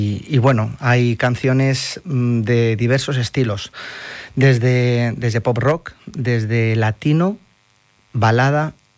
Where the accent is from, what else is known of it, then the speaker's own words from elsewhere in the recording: Gandia, Valencian Community, Spain; Queremos representar a Gandía porque todos prácticamente somos de Gandía